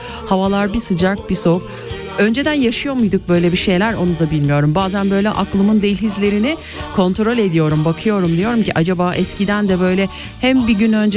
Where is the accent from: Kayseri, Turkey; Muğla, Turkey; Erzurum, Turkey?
Kayseri, Turkey; Ben Kayseri'de doğdum, büyüdüm.